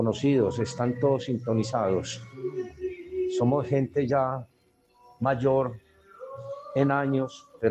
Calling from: Bello, Antioquia, Colombia; Por allá en los años 70, aquí en mi municipio de Becho.

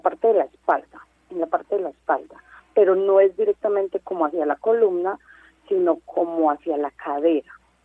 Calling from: Medellín, Antioquia, Colombia; Yo vivo en Medellín

